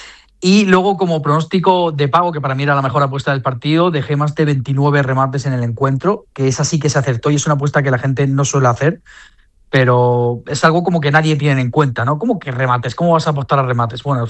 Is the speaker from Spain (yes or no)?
yes; El Ejido, Andalusia, Spain; also born or lived in Granada; O sea, yo he vivido siempre en el Ejido, toda mi vida, desde los 4 años. Nací en Granada y desde los 4 años estoy viviendo en el Ejido.